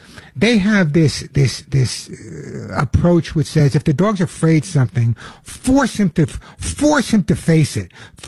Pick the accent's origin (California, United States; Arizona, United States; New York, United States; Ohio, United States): New York, United States; but I grew up on Long Island. You can never tell, right? I have no accent. Long Island, I said it.